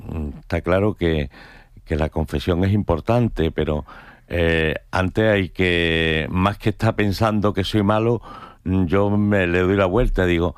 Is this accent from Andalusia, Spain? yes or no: yes; Andalusia, Spain; A mí me recuerda mucho mi pueblo, ¿no? Andaluz